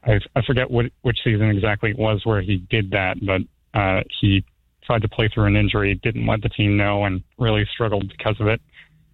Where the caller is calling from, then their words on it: Winder, Georgia, United States; where I am in Winder